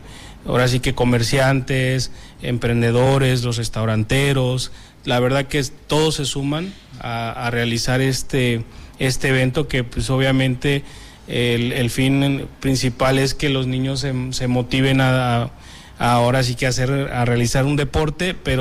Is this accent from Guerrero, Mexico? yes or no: yes; Kilómetro 30, Guerrero, Mexico